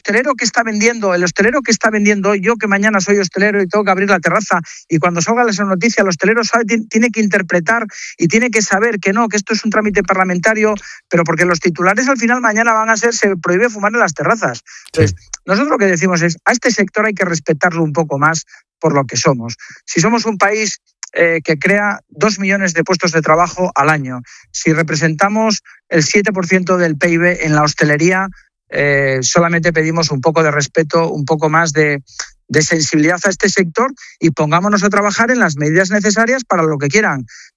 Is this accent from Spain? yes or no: yes; Asturias, Spain; Bueno, piensen, yo soy de Asturias, piensen en Asturias, con la climatología que tenemos